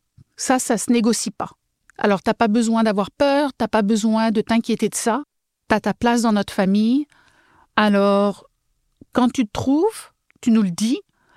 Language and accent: French; France; moved away as an adult; now in Canada; Moi, je viens de la France, j'ai jamais connu cette diversité-là. Mais quand je suis arrivée au Canada